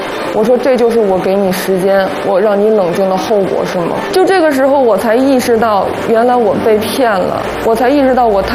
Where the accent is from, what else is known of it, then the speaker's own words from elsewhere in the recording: Beijing, China; moved away; 因为他们都觉得我是北京的，肯定过两年就走了